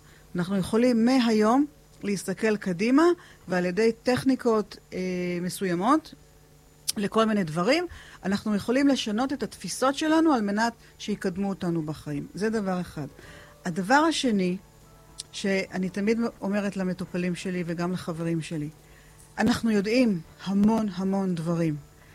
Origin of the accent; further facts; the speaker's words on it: Eilat, Southern District, Israel; ההורים שלי הגיעו לפה ב-1960, אני נולדתי ב-1965, סבתא שלי, זיכרונה לברכה … הייתה גננת פה, עוזרת לגננת